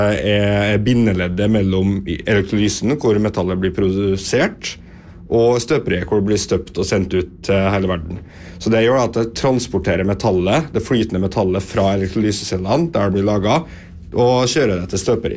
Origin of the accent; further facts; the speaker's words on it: Sunndalsøra, Møre og Romsdal, Norway; moved away as an adult; now in Trondheim, Norway; jeg er jo fra Sunnmørsøra, så er det en veldig naturlig plass å komme tilbake på sommerstid